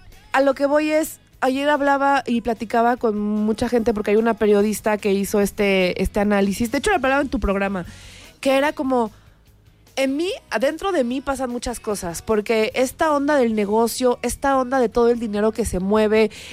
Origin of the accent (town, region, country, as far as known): Mexico